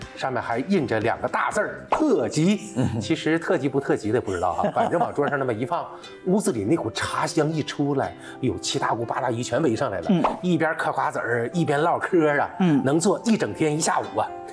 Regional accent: Northeast China, China; 我们东北过年串门

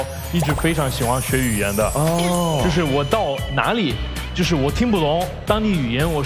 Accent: Sicily, Italy; Chinese is a second language; now in Shanghai, China; 我来自意大利的西西里岛。

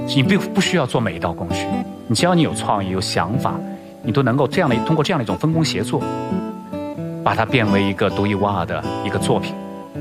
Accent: Jingdezhen, Jiangxi, China; 我小时候在这里这个夏天在这里纳凉玩泥巴

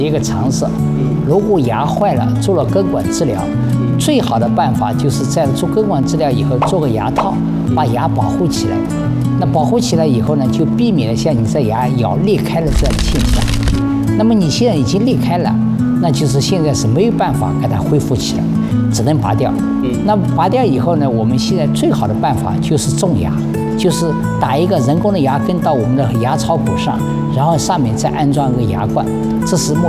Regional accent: China; 我们中国人

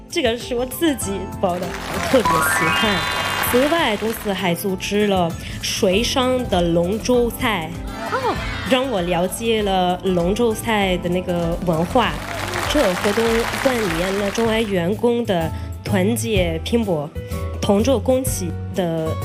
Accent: Egypt; Chinese is a second language; 我觉得有点难，是因为就是我们埃及人就是不太习惯了。

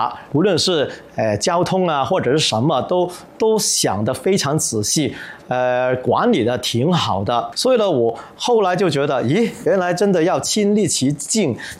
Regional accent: Hong Kong; born there; 我也在香港出生

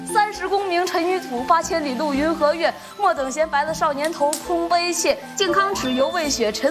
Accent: Hebei, China; now in Hong Kong; 我老家是河北的。

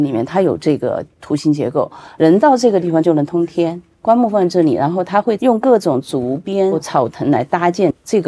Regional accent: Guizhou, China; moved away; 我们这个村叫翁贡，它苗语是金色的泉水的意思。然后我是从小在这个村子长大，然后回到这个村。

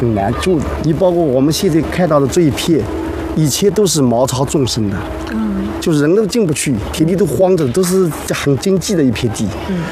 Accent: Wenzhou, Zhejiang, China; 这就是我们温州人的精神。

